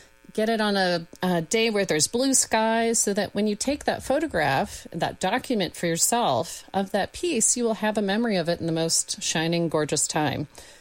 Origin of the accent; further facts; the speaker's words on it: Missoula, Montana, United States; moved away as an adult; also born or lived in Beloit, Wisconsin; I grew up in Missoula, Montana, and I moved to Beloit, Wisconsin kind of on a whim to go to school.